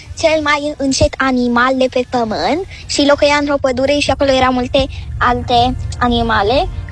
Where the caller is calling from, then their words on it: Bucharest, Romania; din București, am 8 ani